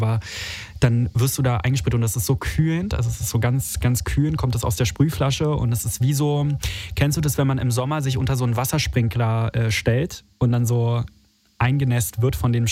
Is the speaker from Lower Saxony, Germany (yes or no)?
no; Berlin, Germany